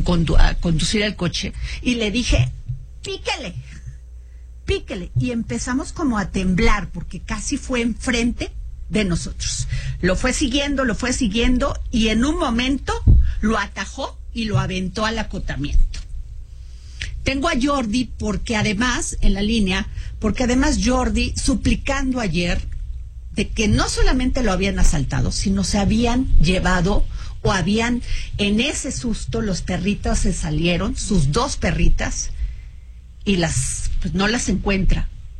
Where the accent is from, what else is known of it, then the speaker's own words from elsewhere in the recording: Vega de Alatorre, Veracruz, Mexico; moved away; agarro la carretera a Vega de la Torre, de donde yo soy, en Veracruz.